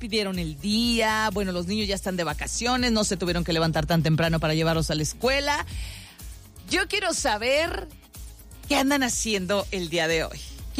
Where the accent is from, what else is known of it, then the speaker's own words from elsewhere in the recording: Mexico; Los mexicanos somos muy echados para adelante, los mexicanos somos muy aguerridos